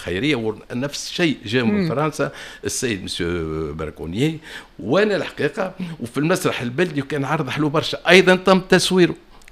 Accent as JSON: {"language": "Arabic", "country": "Tunisia", "said": "وأنا من تونس."}